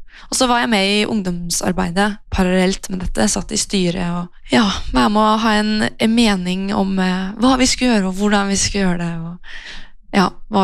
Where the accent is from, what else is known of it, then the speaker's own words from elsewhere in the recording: Sarpsborg, Østfold, Norway; jeg har vokst opp her i Sarpsborg, rett på oversiden av Greåker Frikirke, med en mor og en far og en bror, alle fire under samme tak.